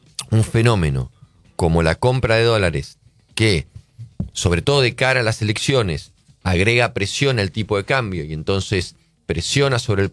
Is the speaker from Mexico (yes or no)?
no; Argentina; nos pasa a los argentinos?